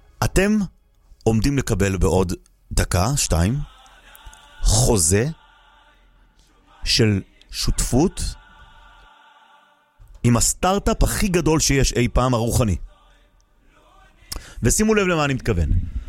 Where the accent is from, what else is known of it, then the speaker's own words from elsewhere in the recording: Jerusalem, Jerusalem District, Israel; אלי ביר, חבר ילדות שלי, גדלנו יחד בבית וגן בירושלים, חברים ממש קרובים עד היום